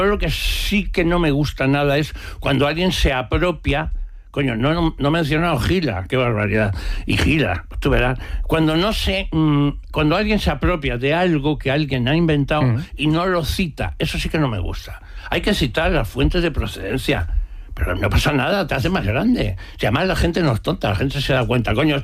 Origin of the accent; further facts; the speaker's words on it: Brazatortas, Castilla-La Mancha, Spain; nosotros, que somos naturales de Brazatorta, provincia de Ciudad Real, menos mi hermanilla, que nació en Puerto Llano